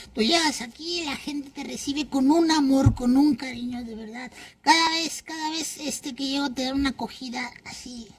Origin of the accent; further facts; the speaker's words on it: Zumpango, State of Mexico, Mexico; Somos del Estado de México, estamos ahí cerquita de... Se llama Zumpango, pero estamos al ladito del nuevo aeropuerto de la ciudad del Estado de México, del AIFA.